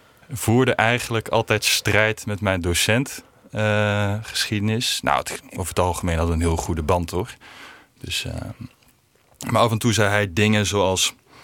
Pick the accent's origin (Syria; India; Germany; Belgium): Belgium; also born or lived in Netherlands; Ja, zoals gezegd … Ik ben opgegroeid in België. Mijn ouders zijn wel Nederlands, dus dat maakt me een soort van Nederbelg. Ik ben later gaan studeren in Nederland.